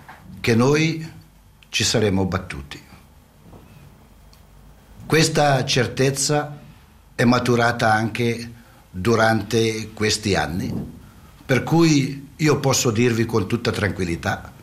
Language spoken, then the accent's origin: Italian; Switzerland; malgrado abbia superato la cinquantina, sarei ancora disposto di fare quanto ho fatto per il mio paese.